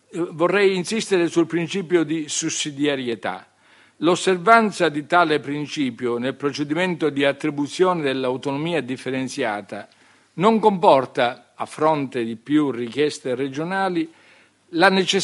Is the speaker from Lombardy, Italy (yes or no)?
no; Sicily, Italy; lo dico da siciliano, mi si consente di accostarmi a questo tema nella consapevolezza che a un siciliano tutto si può chiedere tranne di non essere autonomista.